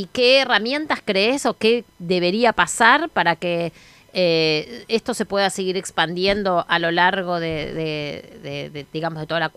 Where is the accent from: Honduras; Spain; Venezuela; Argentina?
Argentina; Buenos Aires; nosotros pensamos que somos porteños